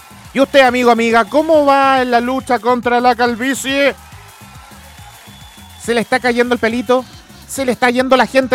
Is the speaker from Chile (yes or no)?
yes; Chile